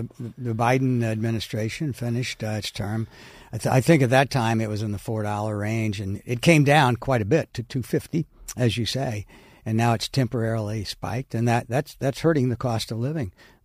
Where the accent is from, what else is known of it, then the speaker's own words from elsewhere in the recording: Springfield, United States; my hometown of Springfield